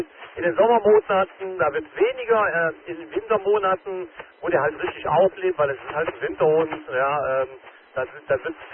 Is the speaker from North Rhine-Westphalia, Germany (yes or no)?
yes; Aachen, North Rhine-Westphalia, Germany; born there; now in Herzogenrath, Germany; Ich komme gebürtig aus Aachen, wohne allerdings in Herzogenrath.